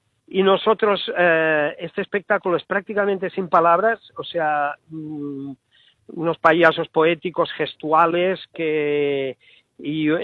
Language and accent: Spanish; Barcelona, Catalonia, Spain; now in Seville, Spain; yo soy de Barcelona